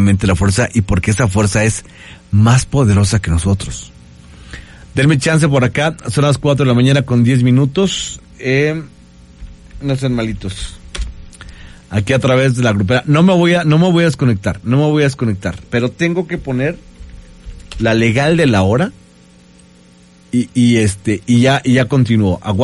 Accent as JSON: {"language": "Spanish", "region": "Puebla", "country": "Mexico", "said": "los que somos aquí de Puebla"}